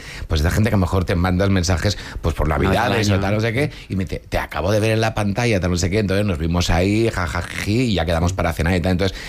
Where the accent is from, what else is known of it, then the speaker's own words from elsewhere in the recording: Barcelona, Catalonia, Spain; moved away as an adult; now in Madrid, Spain; yo soy de Barcelona, me sí, vine a Madrid con 18 años, de repente hay un momento de despegarte de tu grupo de amigos